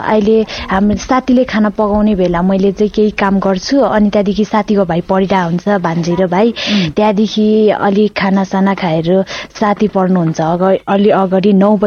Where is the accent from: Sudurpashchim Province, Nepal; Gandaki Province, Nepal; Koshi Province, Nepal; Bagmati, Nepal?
Bagmati, Nepal; Sindhupalchok; born there